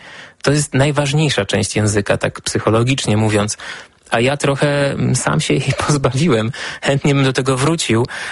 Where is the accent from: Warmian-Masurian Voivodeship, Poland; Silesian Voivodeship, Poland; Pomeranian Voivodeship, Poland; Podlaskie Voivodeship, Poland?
Silesian Voivodeship, Poland; moved away as an adult; now in Warsaw, Poland; ja jestem ze Śląska, jestem Ślązakiem, ale nie potrafię tego robić. Jestem biernym użytkownikiem języka, dużo rozumiem, w zasadzie wszystko. Moja babcia używała śląszczyzny, ale ja potrafię się tylko trochę zgrywać.